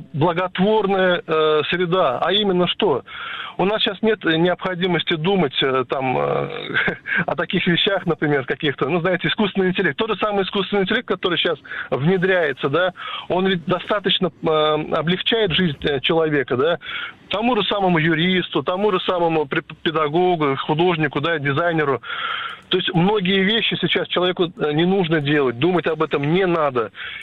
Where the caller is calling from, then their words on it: Kazan, Tatarstan, Russia; я из Казани